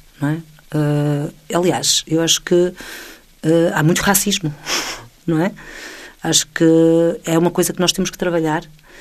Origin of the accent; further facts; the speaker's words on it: Mirandela, Bragança, Portugal; born there; Eu sou a que nasci em Mirandela e só vim viver para Mirandela aos 29 anos de idade.